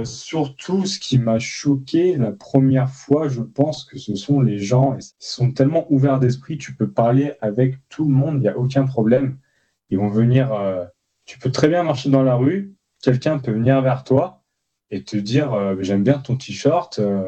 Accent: Lyon, Auvergne-Rhône-Alpes, France; moved away as an adult; also born or lived in Saint-Étienne; now in Bulgaria; j'ai 22 ans, je suis lyonnais. J'ai étudié à Saint-Étienne, là où j'ai rencontré Micha, dans le campus de M-Lyon. Et c'est grâce à ça, ou à cause de ça, que je suis en Bulgarie actuellement.

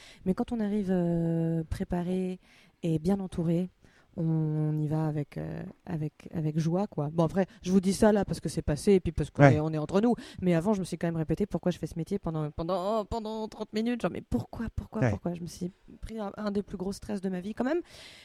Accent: Rouen, Normandy, France; born there; now in between Normandy and Paris, France; Je suis rouennaise

